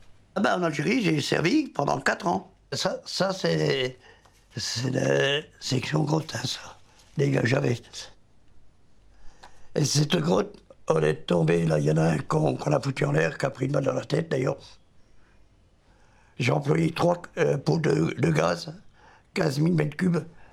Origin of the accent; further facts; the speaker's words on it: Belfort, Bourgogne-Franche-Comté, France; born there; Je suis né à Belfort. Je suis issu d'une famille de militaires.